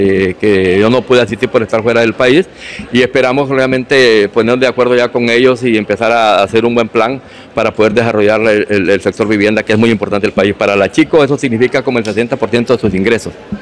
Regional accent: Honduras; somos hondureños, nos gusta los retos, nos gusta el riesgo

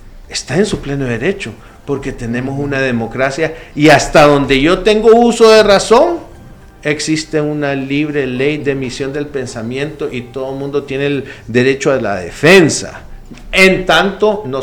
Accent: Honduras; antes yo iba con mi pasaporte hondureño y se respetaba.

